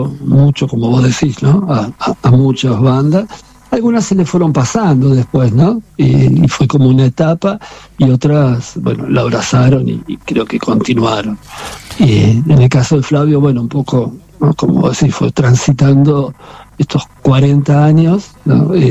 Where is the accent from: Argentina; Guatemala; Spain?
Argentina; La Plata, Buenos Aires Province; la mayoría somos del Pinche Rata de acá. Bueno, que tiene esas costumbres platenses muy muy marcadas, él y toda su familia, lo que para mí también era una cosa importante, porque me identifico también como platense.